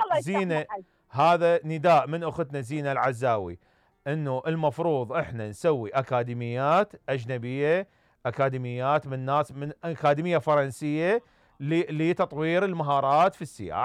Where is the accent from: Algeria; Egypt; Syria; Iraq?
Iraq; ما ارضى ما ارضى انا كعراقي